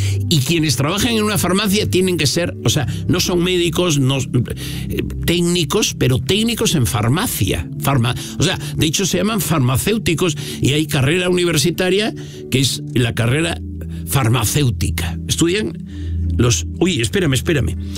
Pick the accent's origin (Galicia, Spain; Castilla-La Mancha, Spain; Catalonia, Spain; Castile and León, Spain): Castile and León, Spain; moved away; y en mi pueblo, en León.